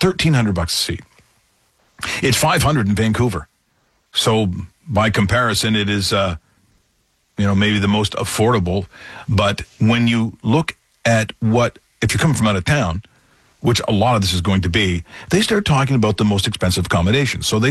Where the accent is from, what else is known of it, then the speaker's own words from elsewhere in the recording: Ireland; as an Irish person